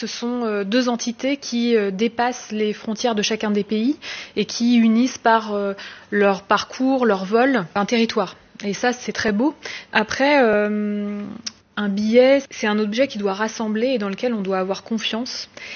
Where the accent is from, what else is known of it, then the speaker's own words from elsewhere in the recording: Brittany, France; Alors moi, j'ai grandi en Bretagne, à côté de la mer.